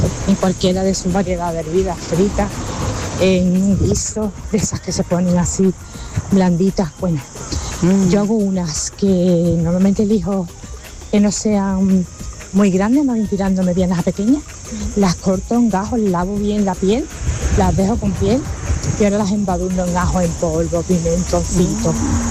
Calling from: Seville, Andalusia, Spain; de Sevilla.

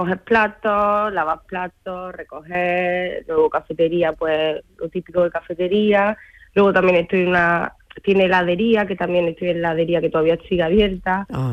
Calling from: Córdoba, Andalusia, Spain; estoy en Córdoba, Córdoba capital.

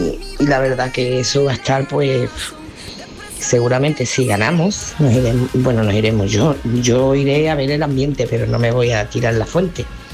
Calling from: Huelva, Andalusia, Spain; de Huelva.

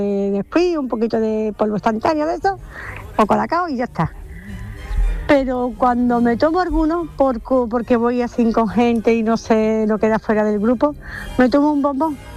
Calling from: Carmona, Andalusia, Spain; de Carmona.

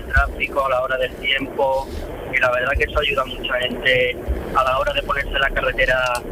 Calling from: Utrera, Andalusia, Spain; tengo 47 años y soy de Utrera. De Utrera

